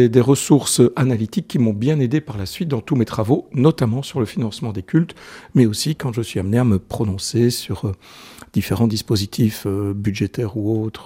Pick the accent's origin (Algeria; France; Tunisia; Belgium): Belgium; Namur, Wallonia; Eh bien, de Namur, et plus particulièrement de Baumel.